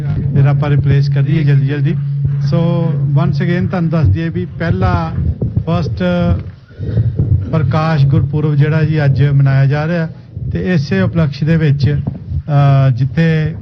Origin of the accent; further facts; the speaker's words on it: Amritsar, Punjab, India; ਆਪਾਂ ਅੰਮ੍ਰਿਤਸਰ ਦੇ ਜਿਹਨੂੰ ਕਹਿੰਦੇ ਨੇ ਜੰਮੇ ਪਲੇ ਸਾਰਾ ਇਹੀ ਕੰਮ ਜਗਾਰੇ ਲਾਉਂਦੇ ਜੰਮੇ